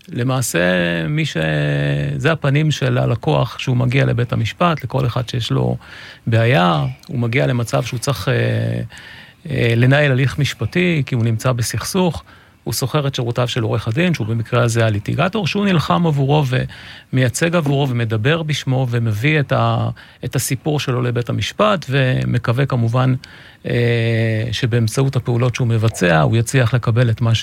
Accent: Tzrufa, Haifa District, Israel; אוקיי, טוב, אז אני מושבניק, נולדתי במושב צרופה, בן להורים חקלאים, סבא וסבתא שלי היו ממייסדי המושב, משני הצדדים.

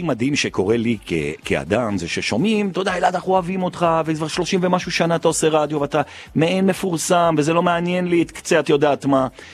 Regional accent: Jerusalem, Jerusalem District, Israel; כי גם אני ירושלמי.

